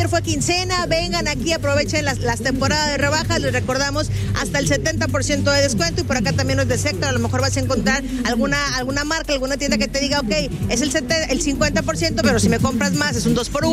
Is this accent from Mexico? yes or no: yes; Mexico; cómo somos los mexicanos